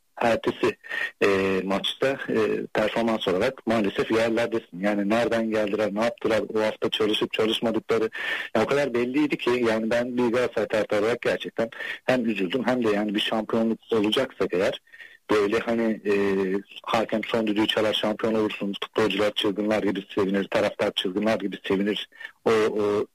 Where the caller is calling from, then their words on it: Antalya, Turkey; ben Antalya'dan.